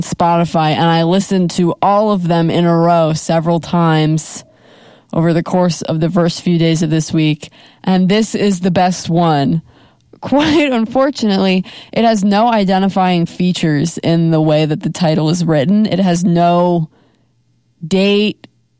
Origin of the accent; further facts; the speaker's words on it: Long Island, New York, United States; Long Island, New York, where I am from.